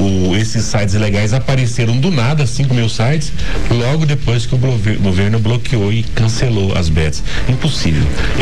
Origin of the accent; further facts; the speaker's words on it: Brazil; nós somos brasileiros